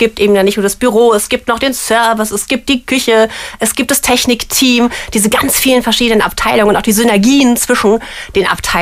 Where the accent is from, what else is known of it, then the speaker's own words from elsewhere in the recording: Bonn, North Rhine-Westphalia, Germany; Ich bin selber auch Rheinländerin, so Urbonnerin.